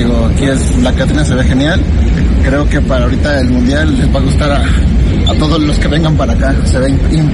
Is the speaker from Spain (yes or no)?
no; Mexico City, Mexico; Soy de aquí, de la Ciudad de México, pero pues bueno, me encanta viajar en los aeropuertos